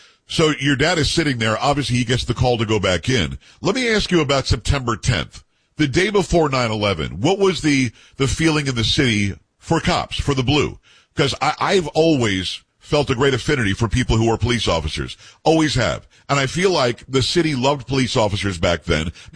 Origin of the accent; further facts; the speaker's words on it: Amityville, New York, United States; You know, I'm from Copeg. I'm from Amityville, is my hometown, but Copeg on the island is where I'm from.